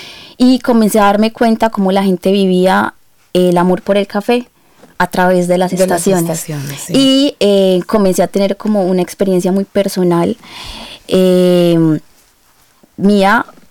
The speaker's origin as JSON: {"language": "Spanish", "town": "Medellín", "region": "Antioquia", "country": "Colombia", "moved": "as an adult", "lives_now": "Australia", "said": "Yo soy de Medellín."}